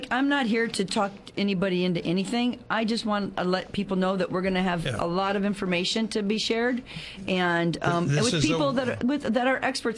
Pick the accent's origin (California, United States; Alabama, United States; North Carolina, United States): California, United States; San Luis Obispo; afterwards, somebody found out I was from San Luis Obispo